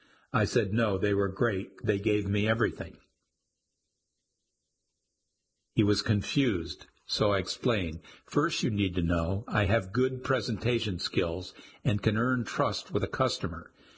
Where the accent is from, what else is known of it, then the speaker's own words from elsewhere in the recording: the South, United States; something relatable from growing up in the South.